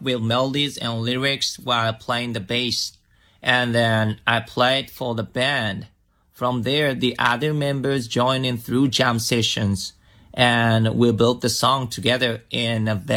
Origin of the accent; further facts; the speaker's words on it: Tokyo, Japan; English is a second language; We're all from Tokyo, and we grew up together going to the same schools since elementary school.